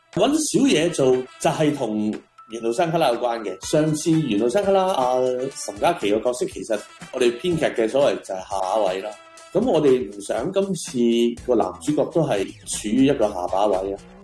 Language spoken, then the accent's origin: Cantonese; Hong Kong; 咁我系香港人啦，咁我系香港编剧，我系香港导演，我啲戏又大部分喺香港拍。